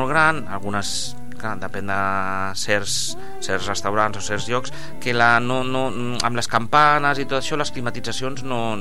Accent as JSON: {"language": "Catalan", "town": "El Prat de Llobregat", "region": "Catalonia", "country": "Spain", "said": "al Prat tenim"}